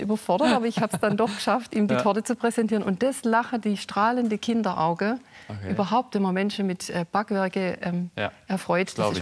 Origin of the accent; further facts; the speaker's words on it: Baden-Württemberg, Germany; accent: Swabian; Also hauptsächlich wegen meinem Dialekt. Und es ist ja so, wenn man so im Ländle nur regional unterwegs ist